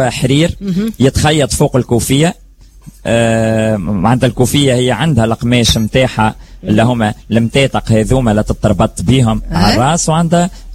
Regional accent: Sfax Governorate, Tunisia; accent: Kerkennah dialect; احنا توا معناتها ماشيين حتى انه نحافظوا حتى على لهجتنا القرقنيه طيب احنا بحكم برشا قريقنا وليت كلها تهاجر تعيش في صفاقس في تونس

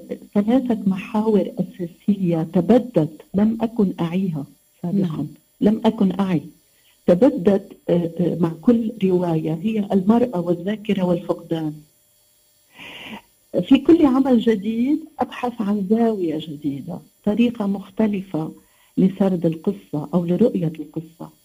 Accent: Lebanon; now in Paris, France; أنا بلدتي تطل على البحر في لبنان، تربيت بروحية منفتحة في المكان. هناك الكثير من الطوائف والمجتمعات المختلفة

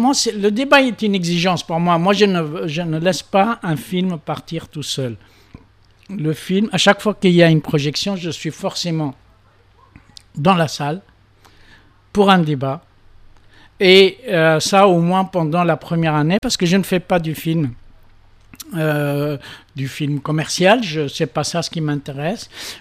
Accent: Tunisia; moi, quand je suis tunisien, je suis fier d'être tunisien, pas pour des raisons nationalistes, parce que justement, c'est mon pays

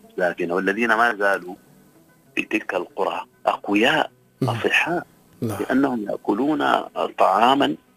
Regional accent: Sudan; زرعنا في أرض السودان حجر سينبت شجر. فتربينا في هذه البيئة الخصبة

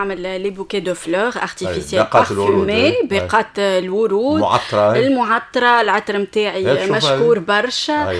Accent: Tunisia; انا تونسيه قريت في المعهد العالي للمحاسبه واداره المؤسسات في منوبه.

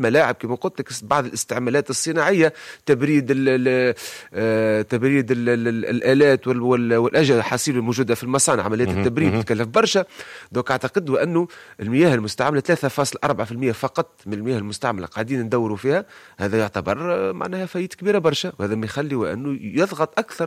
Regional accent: Sfax, Sfax Governorate, Tunisia; عندنا في صفاقس

